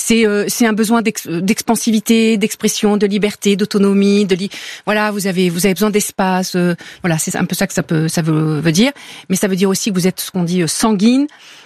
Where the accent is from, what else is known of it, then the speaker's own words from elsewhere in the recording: France; je suis française et que je fais une écriture étrangère.